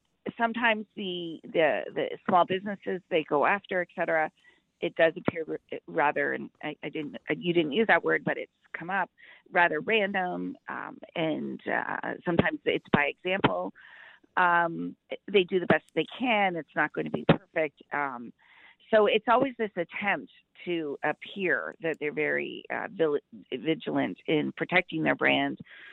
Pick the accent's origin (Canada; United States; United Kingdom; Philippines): Canada; London, Ontario; I'm from London area, so there you go.